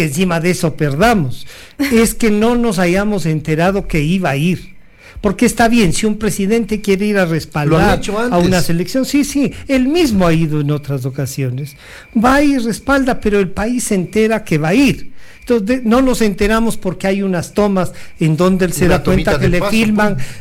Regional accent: Ecuador; El Ecuador somos así.

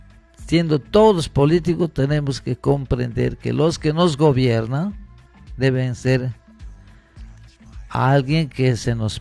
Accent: Peru; nosotros los peruanos.

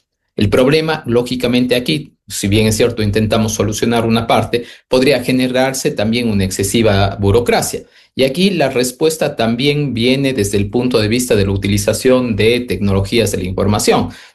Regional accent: Ecuador; lo que nos ha pasado como ecuatorianos es que cada 10 años

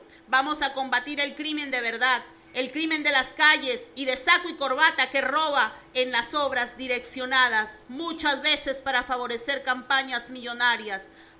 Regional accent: Lambayeque, Peru

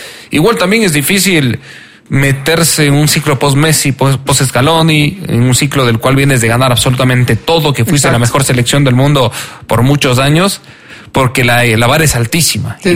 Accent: Ecuador; su nueva gente prácticamente, que somos los ecuatorianos.

